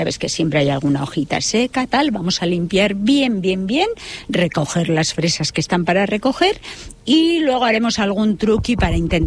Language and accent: Spanish; Navarre, Spain; also born or lived in Gipuzkoa; now in Álava, Spain; yo que soy una navarra convertida en guipuchi y ahora estoy en Álava